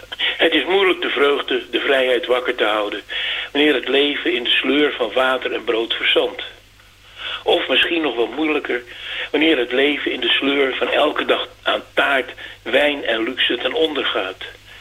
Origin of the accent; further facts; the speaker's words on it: Amsterdam, North Holland, Netherlands; born there; Nu moet ik eerlijk bekennen dat ik daar als geboren Amsterdammer nog nooit geweest was.